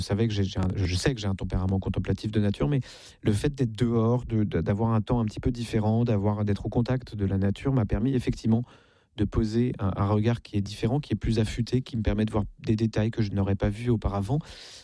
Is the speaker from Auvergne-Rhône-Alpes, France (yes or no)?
no; Versailles, Île-de-France, France; born there